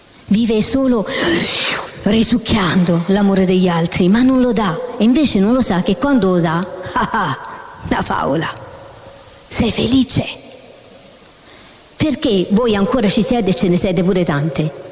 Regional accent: Rome, Lazio, Italy; E sono romana, quindi chiedo scusa se qualche volta per superare la timidezza mi esce fuori qualche parola romana.

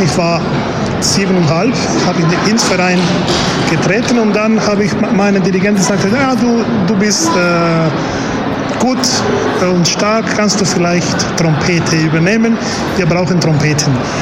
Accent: Argentina; German is a second language; now in France

